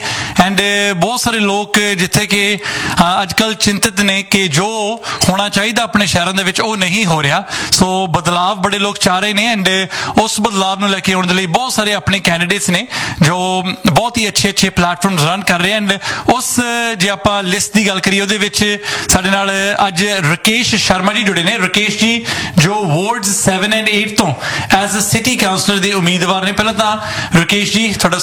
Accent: Brampton, Ontario, Canada; ਮੈਂ ਵੀ ਇੱਥੇ ਪੜ੍ਹਿਆ ਲਿਖਿਆ, ਸਾਰੀ ਉਮਰ ਇੱਥੇ ਰਹੇ, ਇੱਥੋਂ ਦੇ ਜੰਮਪਲ ਹਾਂ

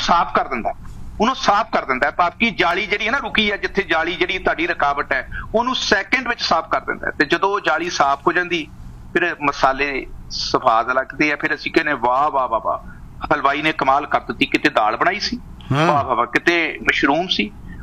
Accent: Punjab, India

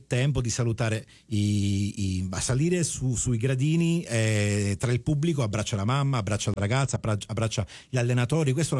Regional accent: Frascineto, Calabria, Italy

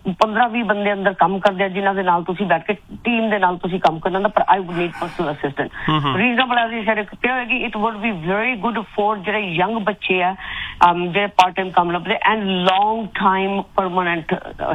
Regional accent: Punjab, India; ਮੈਂ ਪੰਜਾਬ ਤੋਂ ਜੀ।

